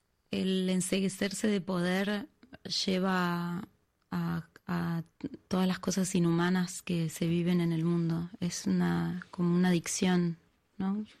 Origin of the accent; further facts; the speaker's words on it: Argentina; moved away as an adult; now in France; desde que me fui de Argentina, que soñaba con que me pase eso, con poder cantar en mi país para mi pueblo. Y me pasó después de un largo camino, porque 21 años, casi 22 años hace que me fui.